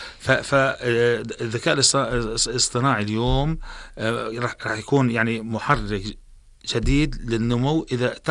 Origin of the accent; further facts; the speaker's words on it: Jordan; فإحنا اليوم في صار عندنا بالأردن في مجلس يعني من رئاسة الوزراء مجلس الذكاء الاصطناعي، وأنا عضو في مجلس الـ AI كمان بالأردن